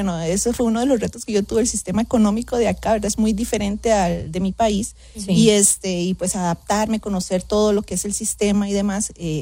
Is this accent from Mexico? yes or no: no; Costa Rica; bueno, yo soy de Costa Rica y pues gracias a Dios tenemos la ventaja, podría decirlo así, de tener o de albergar muchos turistas, ¿verdad?, en nuestro país.